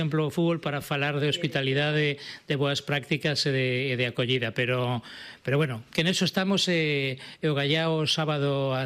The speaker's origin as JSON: {"language": "Galician", "region": "Galicia", "country": "Spain", "said": "Home, somos galegos, nos gusta comida e nos gusta..."}